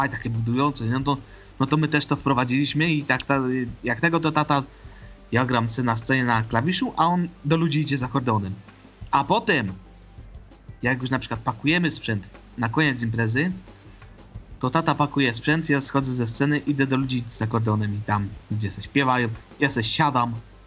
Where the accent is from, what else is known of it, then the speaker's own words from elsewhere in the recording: Silesian Voivodeship, Poland; U nas to jest na Śląsku bardzo modne.